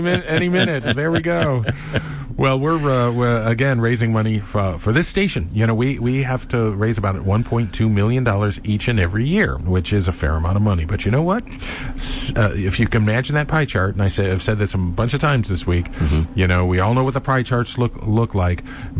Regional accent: Cleveland, Ohio, United States; moved away; I grew up in Cleveland, right? And we lived in the suburbs.

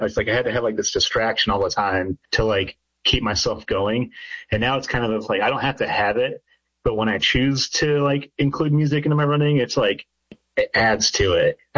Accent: Midwest, United States; I grew up poor and in the Midwest, with a single mom, and we didn't have a lot of things. We lived in a one-bedroom studio.

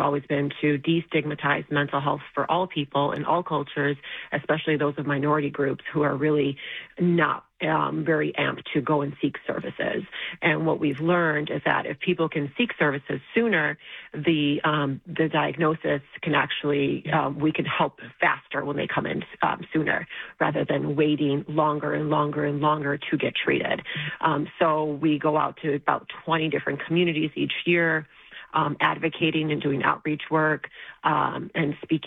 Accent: Albania; now in United States; Personally, myself, I am Albanian American, and my family and I immigrated here to the U.S. Altogether. We stayed in a refugee camp, and then we were sponsored in into the U.S.

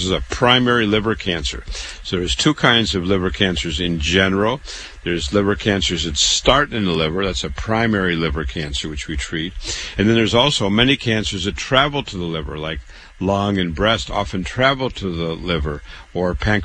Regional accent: Waterloo, Iowa, United States; I want to tell you a little bit about myself. I was born in Waterloo, Iowa. I was born and raised there.

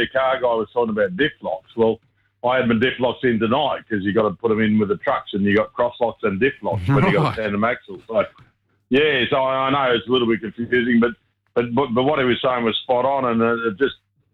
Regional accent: Lilydale, Victoria, Australia; Yeah, I'm originally a Lilydale boy, mate. From out with Sam's family from up to New Tans, but I grew up with them all.

